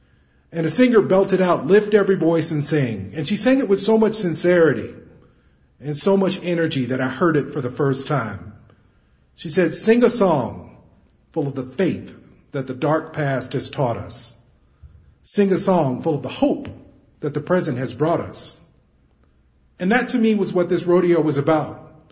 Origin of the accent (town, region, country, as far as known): Kansas City, Kansas, United States; born or raised there